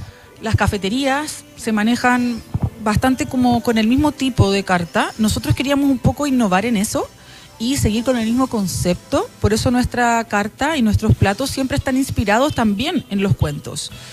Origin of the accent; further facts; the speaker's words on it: Santiago, Santiago Metropolitan Region, Chile; now in Rancagua, Chile; yo que soy de Santiago.